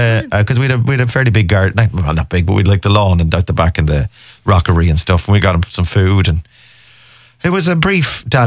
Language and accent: English; Ireland; because obviously we're Irish and we're the president, so we've got the presidency.